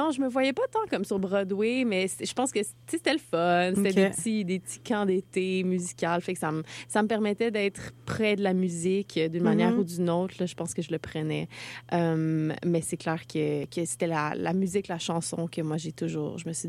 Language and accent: French; Gatineau, Quebec, Canada; now in Montreal, Canada; J'ai grandi à Gatineau.